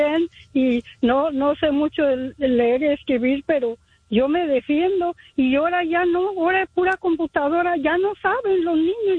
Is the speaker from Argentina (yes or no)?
no; Guanajuato, Mexico; Yo les digo que soy de un rinconcito de Guanajuato, se quita de Pénjamo, pues ni conocen, Irmita.